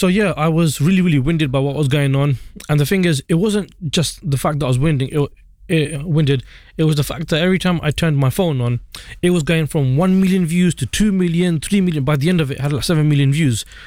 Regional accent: London, United Kingdom; what I've done as a Londoner

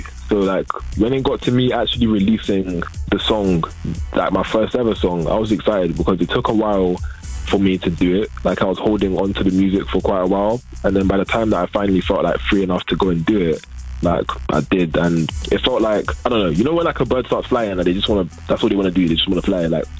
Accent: Nigeria; I'm Nigerian, so when I was growing up, it was a lot of like Afrobeats, Nigerian music

